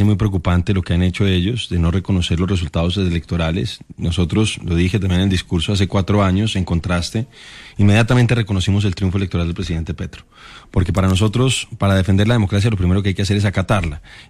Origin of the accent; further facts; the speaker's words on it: Bogotá, Colombia; Bogotano.